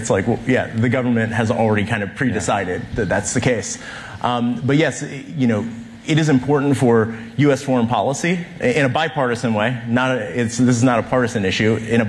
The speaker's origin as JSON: {"language": "English", "region": "Ohio", "country": "United States", "moved": "yes", "said": "I'm from Ohio originally."}